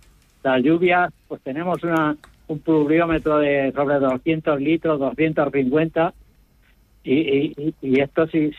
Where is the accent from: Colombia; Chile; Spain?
Spain; Castilla-La Mancha; Bueno, yo soy de Castilla-La Mancha, uh-huh. ese pueblo ha pegado Albacete